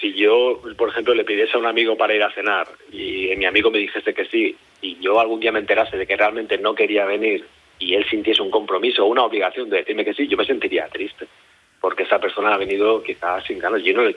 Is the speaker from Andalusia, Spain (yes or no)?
no; Manacor, Balearic Islands, Spain; Sí, yo soy de Manacor.